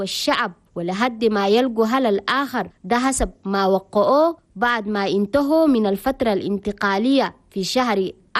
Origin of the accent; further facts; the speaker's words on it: Chad; بلدنا تشاد لقت الحرية والديمقراطية في سنة 1990 بعد دا جات مرحلة العدد والدستور الجديد في سنة 1996